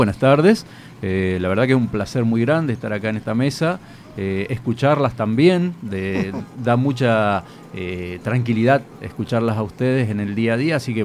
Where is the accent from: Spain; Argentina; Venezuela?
Argentina; Entre Ríos